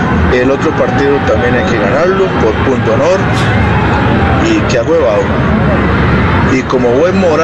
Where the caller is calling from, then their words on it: Goicoechea, San José, Costa Rica; Desde Goicoechea, Mata de Plata